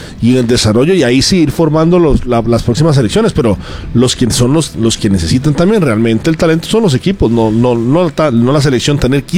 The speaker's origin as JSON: {"language": "Spanish", "country": "Costa Rica", "said": "nosotros como costarricenses"}